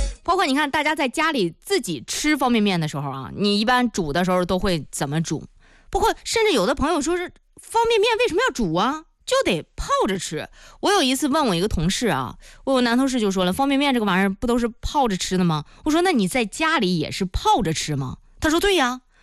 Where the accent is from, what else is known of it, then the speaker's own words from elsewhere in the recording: northern China, China; 咱们北方人啊，